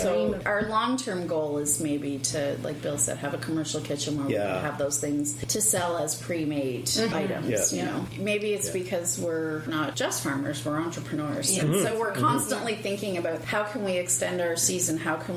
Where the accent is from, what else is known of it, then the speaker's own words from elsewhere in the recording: Brampton, Ontario, Canada; also born or lived in Newfoundland, Canada; I'm a city girl. I'm from Newfoundland, but I was raised in Ontario in Brampton, almost downtown Brampton.